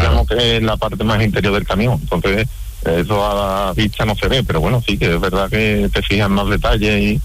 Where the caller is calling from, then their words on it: Utrera, Andalusia, Spain; Estoy en Utrera